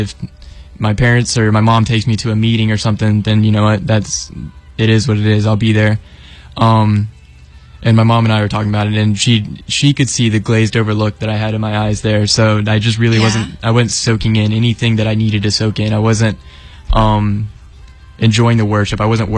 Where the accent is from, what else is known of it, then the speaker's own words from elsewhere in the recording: Aiken, South Carolina, United States; As I said earlier, I was born and raised in Aiken, so I've spent my entire life here.